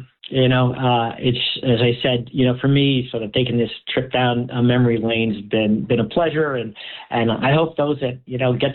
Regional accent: Pennsylvania, United States; So I grew up in Lehigh Valley sports, you know, on the fields of Moravian College.

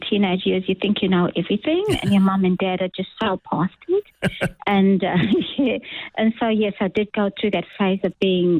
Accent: Durban, KwaZulu-Natal, South Africa; I was born in Durban in 1958. Uh-huh. That's where I was raised, yeah.

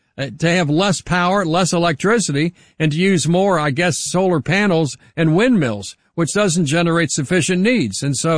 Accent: Ohio, United States; in my home state of Ohio right now, there's about

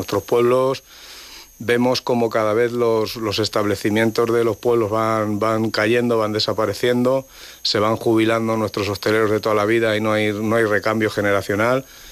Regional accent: Castilla-La Mancha, Spain; como los manchegos nos pensamos

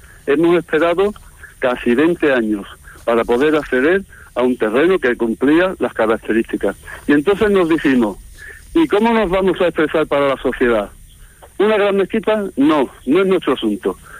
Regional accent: Seville, Andalusia, Spain; Creo que somos sevillanos, tenemos que entrar en un discurso mucho más humano y mucho más próximo.

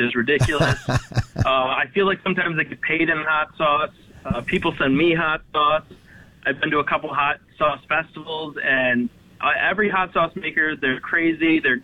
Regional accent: Buffalo, New York, United States; moved away; Because I love my hometown

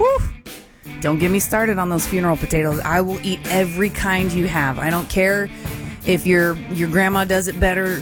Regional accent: Texas, United States; now in Utah, United States; I'm not a native Utah, and I grew up in Texas

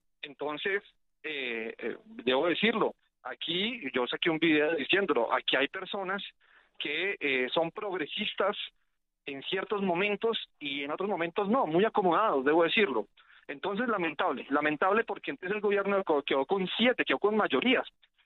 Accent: Boyacá, Colombia; Claro, yo puedo decirle básicamente que yo soy de Boyacá

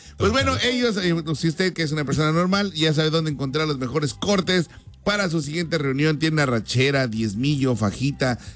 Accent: Mexico; moved away; ya ves que nosotros en México tenemos

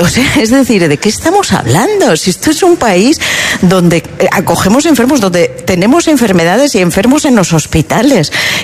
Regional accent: Spain; A mí me da vergüenza ajena y vergüenza propia como española

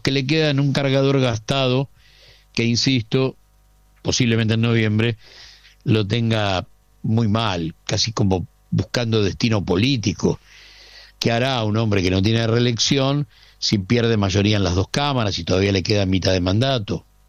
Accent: Argentina; Digo porque somos Argentina.

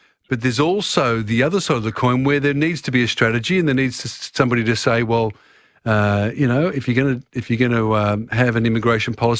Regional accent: Australia; I mean, my background's Italian too. I wouldn't be here if there wasn't for that. And I mean, I'm an Aussie and here and love it, and everything I have is because of this great country.

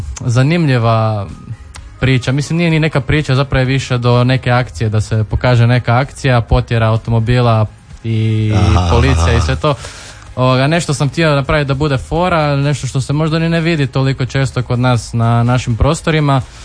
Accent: Zagreb, City of Zagreb, Croatia; a i mi dečki smo koji smo s Jaruna

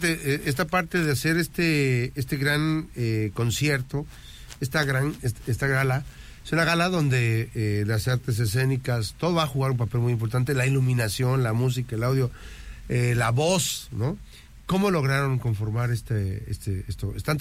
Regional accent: Mexico; cuando estamos en el extranjero, pues te sale lo mexicano

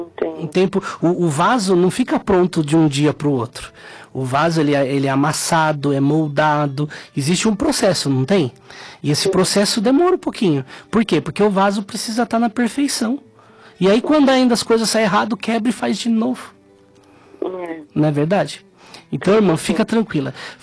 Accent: Praia Grande, São Paulo, Brazil; now in São Paulo, Brazil; Eu fui criado na Praia Grande. Isso. Aí mas hoje eu estou aqui em São Paulo.

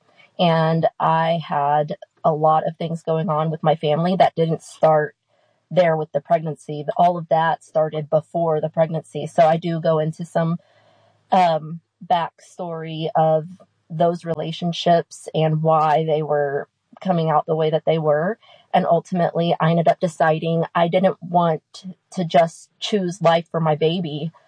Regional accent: Salem, Missouri, United States; now in St. James, United States; I'm from Salem, Missouri, originally. Grew up there, moved to Rolla, Missouri as an adult, lived there for about 10 years, and now I am a homeowner in St. James, Missouri with my husband and family.

